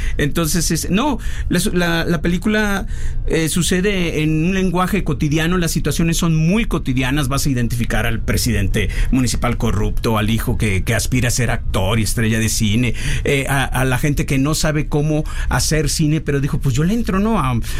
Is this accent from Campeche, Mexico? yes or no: no; Colima, Mexico; Yo soy de Colima, a tus órdenes.